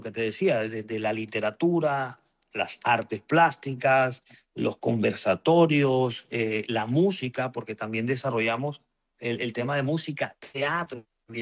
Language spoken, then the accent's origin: Spanish; Barranquilla, Atlántico, Colombia; yo como barranquillero, yo me siento muy orgulloso de que el presidente electo ha visto el poder gobernar de las regiones.